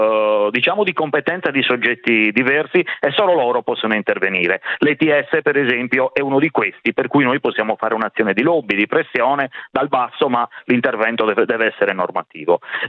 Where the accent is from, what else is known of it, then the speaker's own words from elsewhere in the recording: Sardinia, Italy; da sardo e da rappresentante di imprese sarde